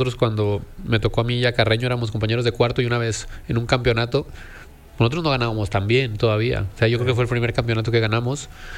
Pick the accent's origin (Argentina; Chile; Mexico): Mexico; uno siempre como mexicano, como me tocó ser canterano